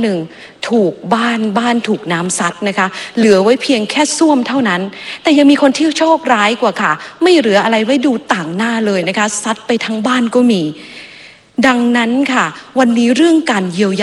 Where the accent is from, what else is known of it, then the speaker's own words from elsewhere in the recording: Sawang Daen Din, Sakon Nakhon, Thailand; ดิฉันค่ะเป็นลูกอีสานเกิดสว่างแดนดินจังหวัดสกลนคร